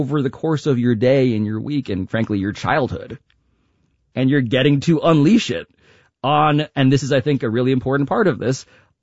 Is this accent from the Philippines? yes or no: yes; Philippines; Asian, but also Mexican. I'm Filipino.